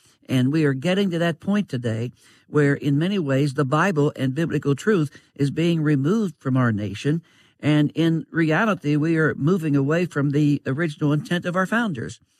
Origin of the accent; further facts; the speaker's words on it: United States; now in Altoona, Pennsylvania, United States; Hey, I'm an American.